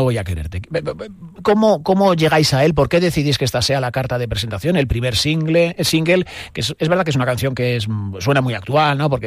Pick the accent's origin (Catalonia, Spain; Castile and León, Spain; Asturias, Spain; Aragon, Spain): Castile and León, Spain; Palencia; yo soy de Palencia. O sea, ahí en el Secarral castellano tan precioso. Pero mi abuelo era sevillano.